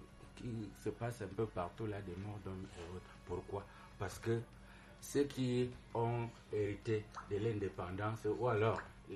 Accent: Cameroon; nous sommes Camerounais.

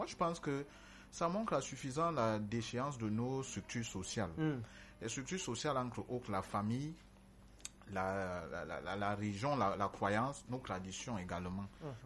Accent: Cameroon; Je ne suis pas ce genre de Camerounais qui prend l'éthique.

